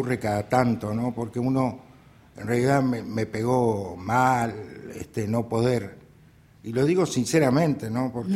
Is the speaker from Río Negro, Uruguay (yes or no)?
yes; Fray Bentos, Río Negro, Uruguay; primero como frayventino y después como uruguayo, ¿no? O primero como uruguayo y después como frayventino.